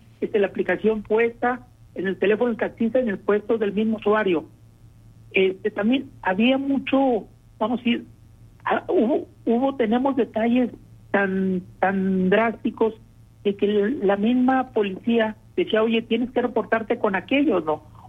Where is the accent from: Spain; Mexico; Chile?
Mexico; La Laguna; No somos de Gómez, no somos de Lerdo, no somos de Torreón. Somos laguneros.